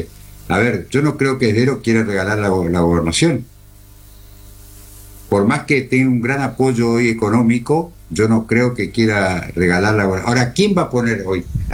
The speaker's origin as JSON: {"language": "Spanish", "region": "Chaco", "country": "Argentina", "said": "El Chaco, nosotros somos dependientes de la Nación."}